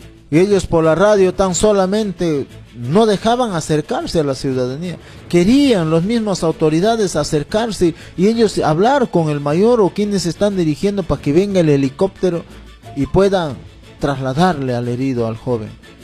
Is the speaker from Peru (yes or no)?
yes; Tambillo, Junín, Peru; mi pueblo querido, Tambillo, distrito de Ricrán, provincia de Jauja